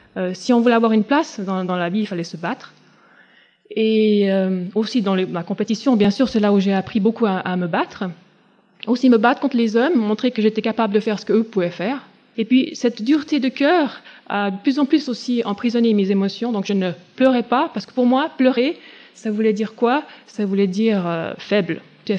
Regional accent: Lausanne, Vaud, Switzerland; Moi, je suis originaire de Lausanne, une famille chrétienne avec un frère et une sœur.

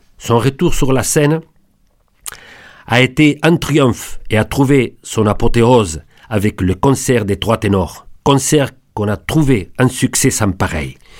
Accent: Barcelona, Catalonia, Spain; comme par exemple celle de ma ville natale, Barcelone, où Gaudí a créé des choses extraordinaires

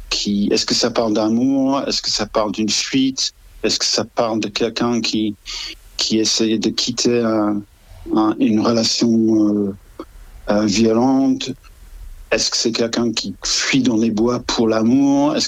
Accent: England, United Kingdom; accent: English; French is a second language; Moi, je suis anglais, vous aurez compris par l'accent

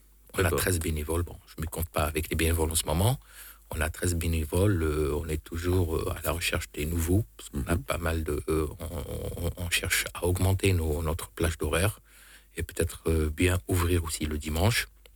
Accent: Algeria; moved away as an adult; now in France; Non, moi, je suis algérien.

